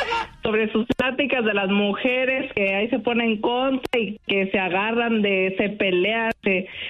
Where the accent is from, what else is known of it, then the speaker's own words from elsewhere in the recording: Michoacán, Mexico; Soy de Michoacán.